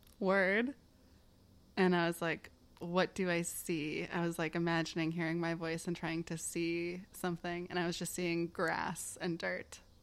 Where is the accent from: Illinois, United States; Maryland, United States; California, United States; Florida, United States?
Illinois, United States; Chicago; I'm from Chicago, Illinois. I don't have what people would describe as a Chicago accent or a Midwestern accent.